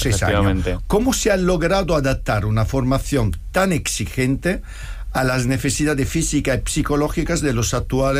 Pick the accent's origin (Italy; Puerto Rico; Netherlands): Italy; Francavilla Fontana, Apulia; Spanish is a second language; now in Madrid, Spain; coreógrafo, que además es de mi pueblo, de Francavilla Fontana. Así que hoy un programa de emociones, de pasión, y hasta con un paisano de mi pueblo que ha acabado como yo en Madrid.